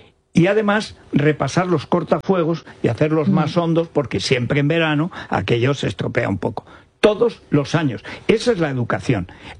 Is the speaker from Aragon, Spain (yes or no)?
yes; Aragon, Spain; el problema del Matarraña es que la gente allí es tan poca. O sea, mi pueblo es que tenía entonces, cuando yo nací, 1000 habitantes. Ahora no llega a 500.